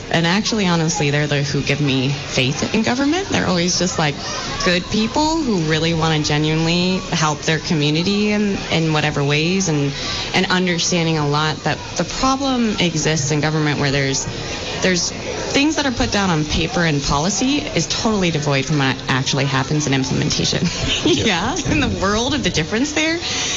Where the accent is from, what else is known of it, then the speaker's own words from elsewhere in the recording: Vermont, United States; I think it's sort of coming from growing up in Vermont, of a unique political ideology